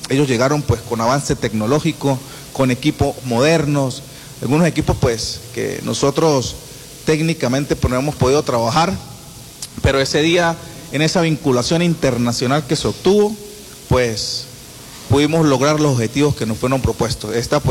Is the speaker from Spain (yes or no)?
no; Venezuela; nos caracteriza como venezolanos.